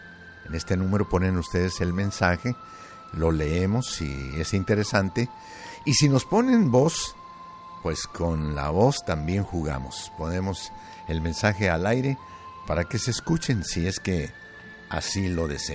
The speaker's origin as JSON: {"language": "Spanish", "country": "Mexico", "said": "nosotros, como somos mexicanos"}